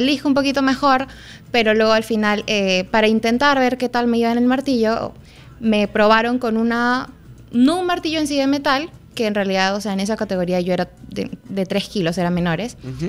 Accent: Trujillo, La Libertad, Peru; yo soy de Trujillo y allá no habían martillos de mi categoría en realidad. No había martillos, no había jaula, no había nada.

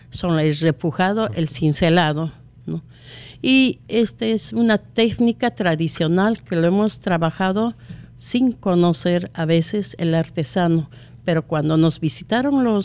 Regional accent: San Pablo, Cusco, Peru; Sí, de San Pablo muy cerca. Yo, sí.

